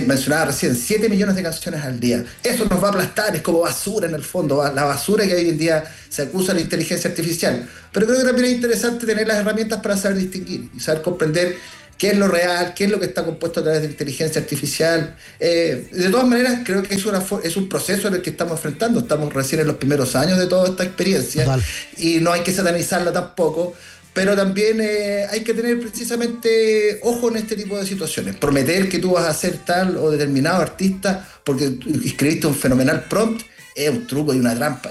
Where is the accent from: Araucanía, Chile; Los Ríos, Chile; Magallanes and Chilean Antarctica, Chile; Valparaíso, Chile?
Valparaíso, Chile; estaba en Valparaíso, en mi ciudad natal, y había llovido